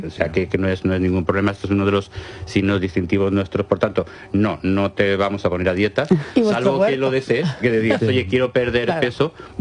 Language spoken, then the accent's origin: Spanish; Madrid, Community of Madrid, Spain; now in Alicante, Spain; Yo soy madrileño, pero ya he afincado en Alicante hace mucho tiempo